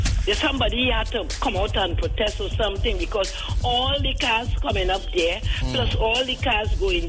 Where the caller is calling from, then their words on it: Sangre Grande, Trinidad & Tobago; I am calling you from Sandy Grande.